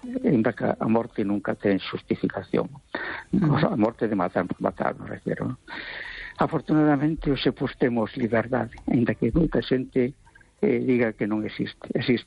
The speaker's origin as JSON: {"language": "Spanish", "town": "A Coruña", "region": "Galicia", "country": "Spain", "said": "Hola, buenas noches, Esther. … de Coruña."}